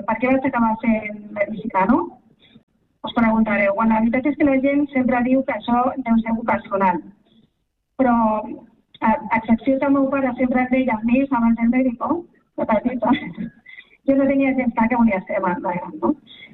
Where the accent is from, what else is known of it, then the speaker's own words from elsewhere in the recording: Ripollet, Catalonia, Spain; vaig estudiar a l'EGB Estudios Nobel, el millor col·legi, la millor escola de Ripollet.